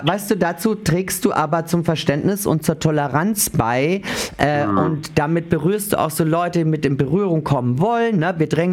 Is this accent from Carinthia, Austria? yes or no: yes; Malta, Carinthia, Austria; Na, wenn irgendwo nichts passiert, dann in meinem Heimatdorf Malta, das kannst du mir mal glauben.